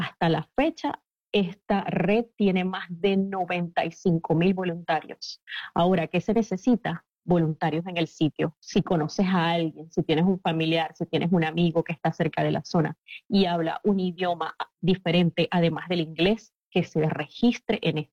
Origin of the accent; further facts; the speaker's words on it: Venezuela; moved away; nos preguntamos como venezolanos, ¿qué puedo hacer? Es mi país quien se está partiendo literalmente y yo estoy de este lado del planeta.